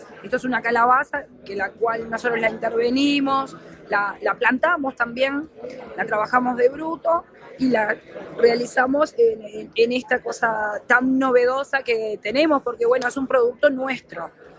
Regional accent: Ciudad de la Costa, Canelones, Uruguay; nosotros somos de Ciudad de la Costa

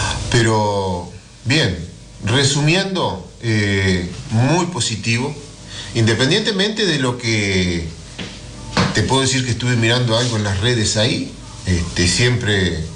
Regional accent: Durazno, Uruguay; born there; moved away as an adult; Yo hace más de un año que me radiqué aquí, yo era de Durazno, yo nací en Ruta 5 y Morquio

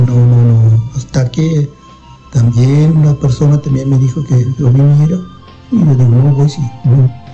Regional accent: Artigas, Uruguay; Sí, soy de Artigas. Estoy viviendo en Artigas, pero soy de un pueblito de afuera de Artigas.

